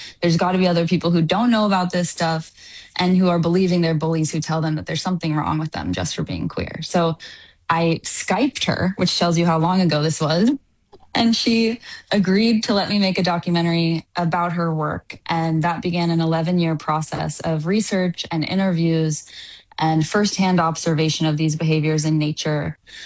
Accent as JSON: {"language": "English", "region": "Texas", "country": "United States", "tie": "born or raised there", "said": "a teen girl growing up in Texas."}